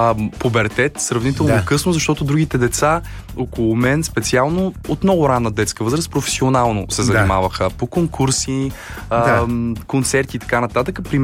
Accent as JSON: {"language": "Bulgarian", "town": "Burgas", "region": "Burgas Province", "country": "Bulgaria", "said": "най-вече песните на … защото аз съм от Бургас."}